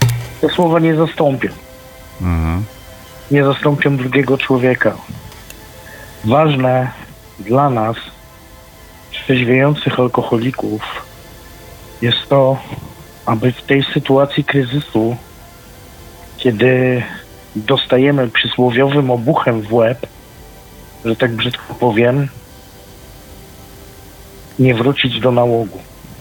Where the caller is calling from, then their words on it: Switzerland; stały słuchacz … z Szwajcaria się kłania.